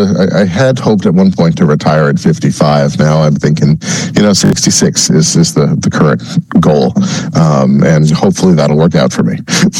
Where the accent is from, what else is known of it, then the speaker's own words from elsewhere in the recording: Newfoundland and Labrador, Canada; I'm not usually someone who has much of an accent. I grew up in Cowan Heights. My mother was a teacher. I was taught to speak very properly.